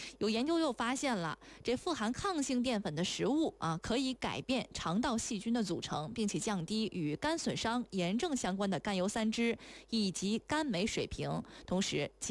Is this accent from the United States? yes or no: no; Jilin, China; 紧接着就是我们吉林也比较火。